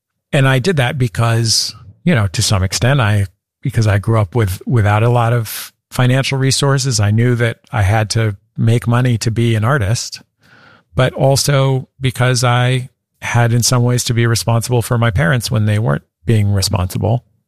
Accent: San Francisco, California, United States; it was in the Mission where I had grown up. I don't remember how he knew that. Maybe he just knew that I was from San Francisco.

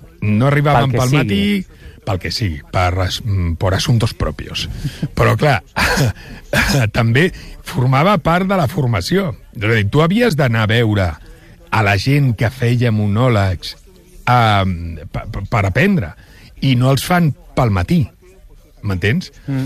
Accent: Catalonia, Spain; moved away as an adult; és perquè sóc català.

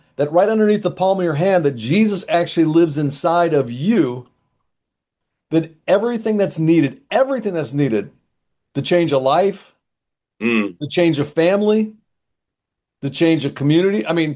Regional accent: Chicago, Illinois, United States; One of them is in Chicago, which is my hometown.

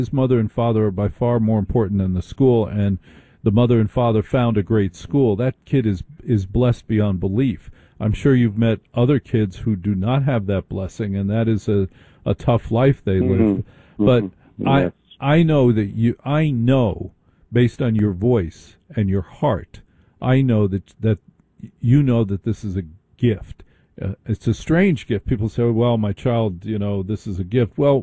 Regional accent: Maplewood, New Jersey, United States; moved away; I grew up in the Maplewood area. Don't live there now

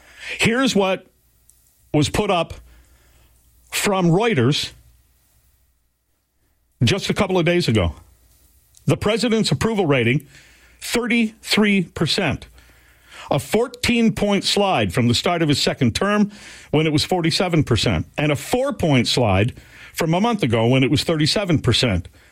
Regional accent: Manitoba, Canada; also born or lived in United States; Some people even think I'm American, but I'm not. I'm from Manitoba.

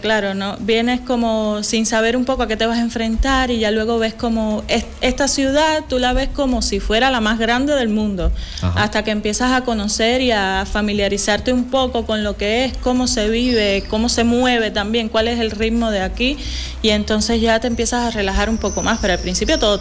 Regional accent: Cuba; now in Lugo, Spain; Venimos desde Cuba, vine con mi familia y pues me he enfocado en dar a conocer todo lo que he podido de este proceso en redes sociales.

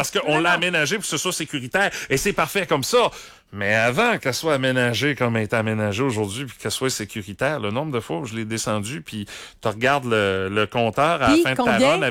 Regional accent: Quebec, Canada; un record de vitesse qui a été établi chez nous au Québec.

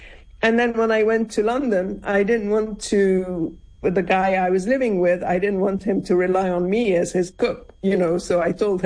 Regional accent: Beirut, Beirut Governorate, Lebanon; first language Arabic; English is a second language; moved away; also born or lived in Syria / Italy; now Lebanon is in a very sad, sorry state. But when I grew up there before, you know, the civil war, we did have a kind of mini civil war when I was six. It was, you know, it was Dolce Vita. It was like you had bars and cafes where my parents lived in Western Beirut.

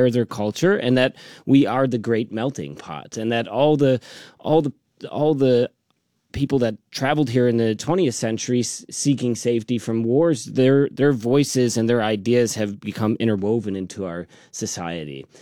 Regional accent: United States

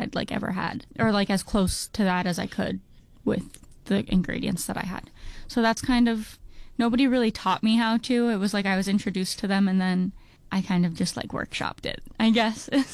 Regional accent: New Jersey, United States; And then I grew up in New Jersey.

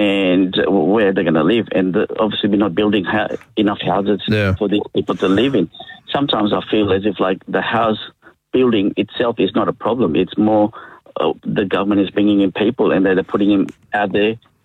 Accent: Australia; also born or lived in Fiji; I'm very proud Australian. So, you know, I support Australia. You know, from the time we came here from Fiji. So, you know, we are definitely very proud Australians.

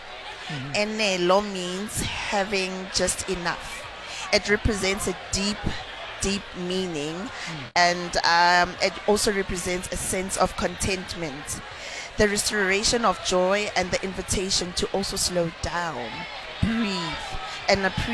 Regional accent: Pretoria, Gauteng, South Africa; I'm a Pretorian girl, mm-hmm. born and bred in Mamelodi.

